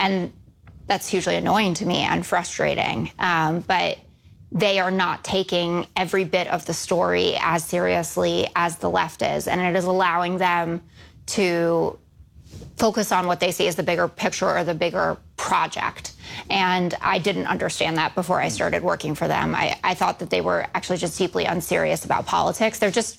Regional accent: New York City, New York, United States; I grew up in New York City, a very liberal family, school with all liberals.

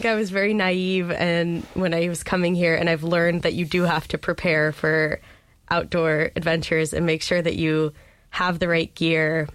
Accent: East Coast, United States; moved away as an adult; also born or lived in Upper Peninsula of Michigan; now in Alaska, United States; I came growing up on the East Coast, and I also spent a lot of time in the Upper Peninsula of Michigan because that's where my dad's family is from.

